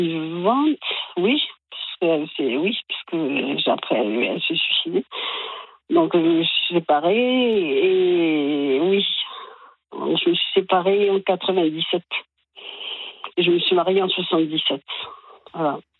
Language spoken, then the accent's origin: French; Italy; je reprenne mon nom de jeune fille, parce que je suis italienne … que je reprenne mon nom de jeune fille.